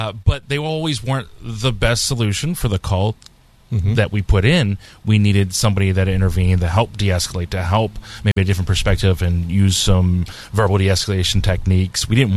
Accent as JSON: {"language": "English", "town": "North Huntington", "region": "Pennsylvania", "country": "United States", "tie": "born or raised there", "accent": "Yinzer", "said": "I grew up in Westmoreland County, North Huntington area."}